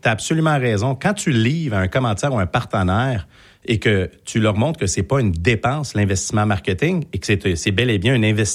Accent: Brossard, Quebec, Canada; J'ai grandi à Brossard. Je dis toujours, je vais mourir à Brossard. J'étais un vrai brossardois. J'adore la rive sud.

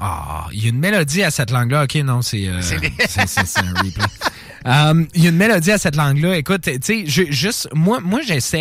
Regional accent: Quebec City, Quebec, Canada; Moi, j'habitais à Charlebourg. J'ai grandi à Charlebourg.

